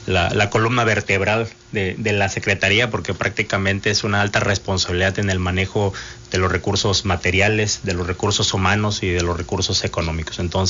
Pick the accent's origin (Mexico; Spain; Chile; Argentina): Mexico; Ciudad Victoria, Tamaulipas; originario de aquí de Ciudad Victoria, Tamaulipas, de la colonia Enrique Cárdenas González. Ahí nacimos, ahí crecimos.